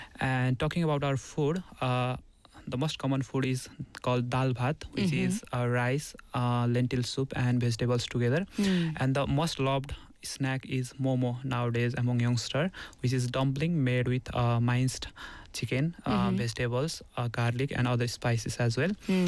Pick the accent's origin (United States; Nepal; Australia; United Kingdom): Nepal; now in South Korea; from Nepal. And I'm currently undergraduate student of Global IT Engineering at Gyeongsang University.